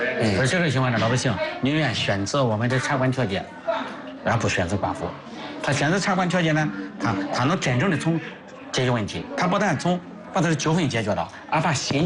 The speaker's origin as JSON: {"language": "Chinese", "country": "China", "said": "我们中国人的智慧是了不起的"}